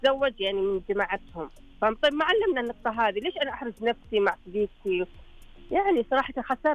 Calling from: Eastern Province, Saudi Arabia; انا من الشرقية.

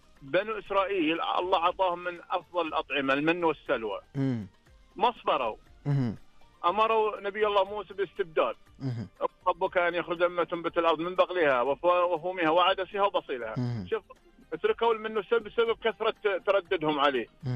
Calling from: Eastern Province, Saudi Arabia; من المنطقه الشرقيه.

